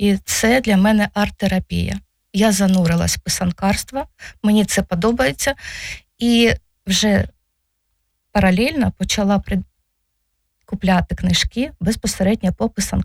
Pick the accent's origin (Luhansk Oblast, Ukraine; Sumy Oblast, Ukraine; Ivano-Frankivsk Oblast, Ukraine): Luhansk Oblast, Ukraine; born or raised there; moved away as an adult; now in Vinnytsia, Ukraine